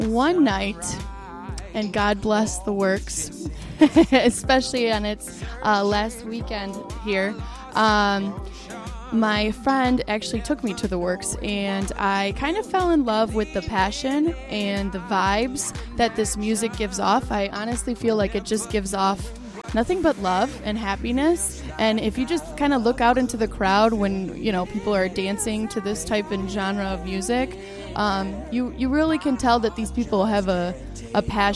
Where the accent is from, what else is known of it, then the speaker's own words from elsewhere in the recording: Detroit, Michigan, United States; I am from the Detroit area.